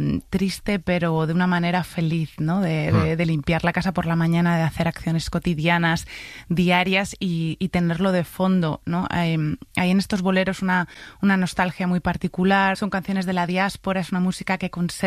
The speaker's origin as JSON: {"language": "Spanish", "country": "Spain", "said": "Y aunque yo soy española"}